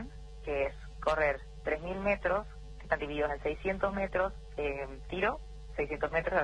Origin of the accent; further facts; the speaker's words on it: Salta, Argentina; Por suerte pude verme con bastante familia, cosa que es difícil ya que soy de Salta.